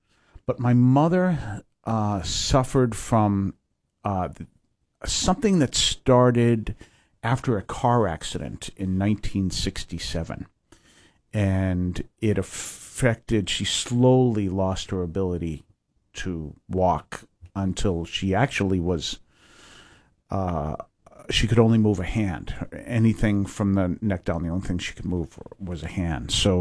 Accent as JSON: {"language": "English", "town": "Weymouth", "region": "Massachusetts", "country": "United States", "tie": "born or raised there", "said": "I grew up not too far from here. I grew up in Weymouth, Massachusetts, about a mile up from Weymouth Landing."}